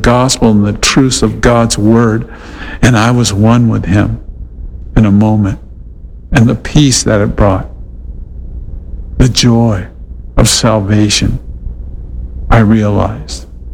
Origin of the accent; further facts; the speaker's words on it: Norwalk, California, United States; born there; back in our house in Norwalk all those years ago.